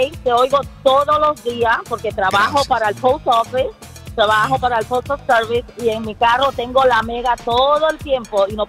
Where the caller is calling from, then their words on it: Hoboken, New Jersey, United States; Yo te estoy llamando desde New Jersey, desde Hoboken, New Jersey